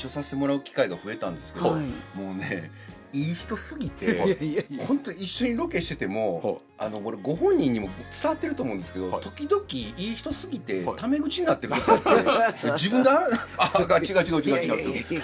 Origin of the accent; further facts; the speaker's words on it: Hyogo, Japan; ですね。同郷でござい